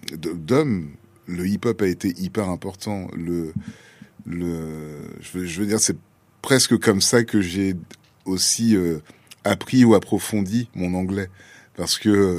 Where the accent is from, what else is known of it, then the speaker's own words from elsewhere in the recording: Dakar, Senegal; Donc, c'était tout parce que comme j'ai grandi à Dakar, il y a tout un pan aussi de la jeunesse diasporique que je n'ai pas forcément.